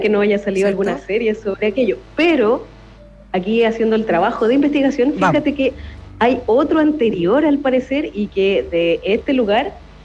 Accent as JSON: {"language": "Spanish", "town": "Santiago", "region": "Santiago Metropolitan Region", "country": "Chile", "moved": "yes", "lives_now": "Valparaíso, Chile", "said": "Oye, yo vivo en Valparaíso, no, ya. Bueno, es bastante común que pase en persona, pero no, como santiaguina que soy transportada acá"}